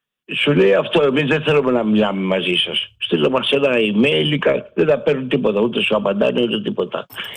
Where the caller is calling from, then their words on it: Greece; από τον Κέρακα.